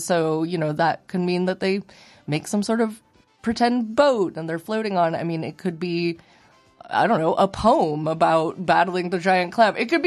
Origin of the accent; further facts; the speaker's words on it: Arcata, California, United States; especially having grown up here. I grew up in Arcata